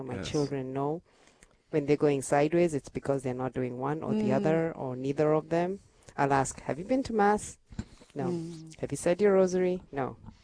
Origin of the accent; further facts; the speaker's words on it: Nairobi, Kenya; moved away as an adult; now in United States; I was born and raised in Kenya in East Africa, and mostly Nairobi. And then I moved to the United States in 2007.